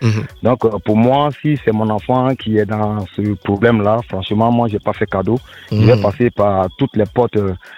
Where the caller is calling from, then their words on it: Brofodoumé, Abidjan, Côte d’Ivoire; J'appelle de Brofodoumé.